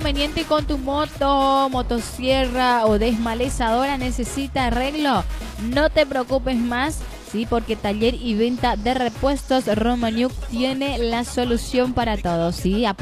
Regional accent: Paraguay; seguimos siendo paraguayos

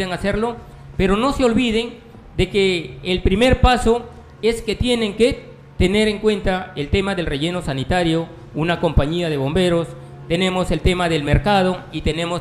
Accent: Tambogrande, Piura, Peru; mi pueblo de Tambo Grande.

